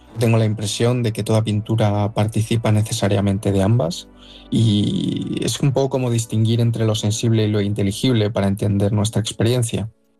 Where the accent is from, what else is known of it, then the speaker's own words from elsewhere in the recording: Madrid, Community of Madrid, Spain; pintor, nací y formado en Madrid.